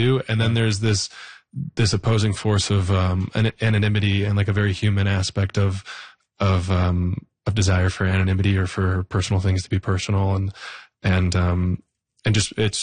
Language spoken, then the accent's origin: English; Canada; And I don't even think I really recognized my Canadianness until I went away and was like, oh, I'm Canadian to the bones. I'm very proud.